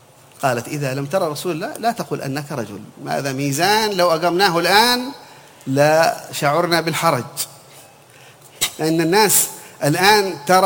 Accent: Hadhramaut, Yemen; هنا عندنا في حضرموت يسموه اللخم.

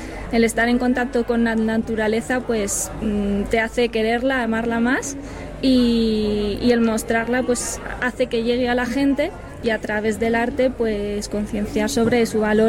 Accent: Molina de Aragón, Castilla-La Mancha, Spain; now in Sierra de Madrid, Spain; Pues yo soy de Molina de Aragón, un pueblo de Guadalajara, pero ahora vivo aquí en la Sierra de Madrid

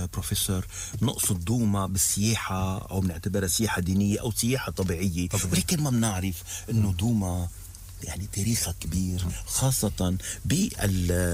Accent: Lebanon; لا، نحن لبنانيين وبكل فخر.

